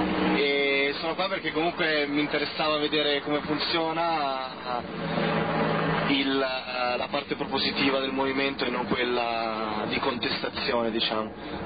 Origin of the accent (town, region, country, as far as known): Milan, Lombardy, Italy